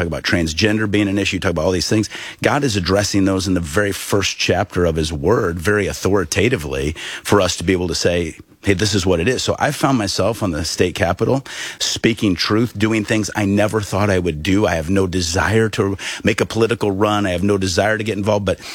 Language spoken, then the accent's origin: English; Peoria, Illinois, United States; Because I grew up in Peoria, Illinois, which was a melting pot and a test market for everything.